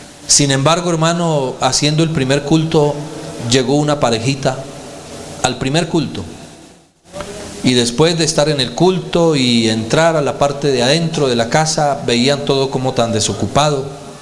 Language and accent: Spanish; Colombia; accent: Colombian; moved away; cuando nos sentían el acento colombiano, ¿y ustedes de dónde son? Somos de Colombia.